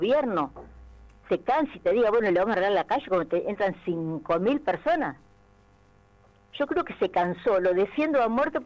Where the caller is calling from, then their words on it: Ramallo, Buenos Aires Province, Argentina; yo soy de Ramallo.